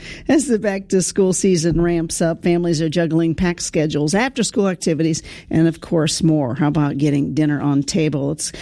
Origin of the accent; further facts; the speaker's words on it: Cincinnati, Ohio, United States; I grew up in the Cincinnati area, so Kroger a hop and a skip it away even today.